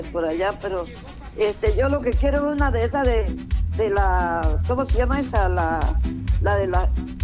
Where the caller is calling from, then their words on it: Chiapas, Mexico; Soy de edad de Chiapas.